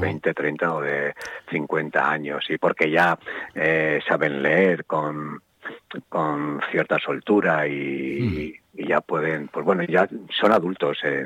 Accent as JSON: {"language": "Spanish", "town": "Castro Urdiales", "region": "Cantabria", "country": "Spain", "said": "Bueno, tengo que agradecer siempre que yo no soy de Laredo, ¿no? Soy de Castro, pero es que me tratan como si fuera de Laredo, me tratan de maravilla."}